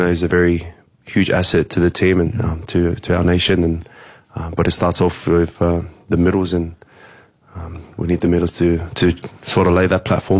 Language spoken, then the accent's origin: English; Tonga; You know, there's a bit of history between us Tongans and Samoans.